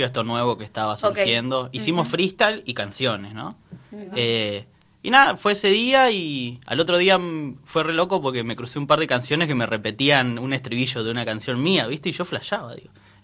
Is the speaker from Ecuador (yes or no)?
no; El Chaltén, Santa Cruz, Argentina; also born or lived in Río Gallegos; yo fui de muy chico. Yo, no sé, tenía un año y medio, dos años, cuando mi familia se mudó para allá. No había nada.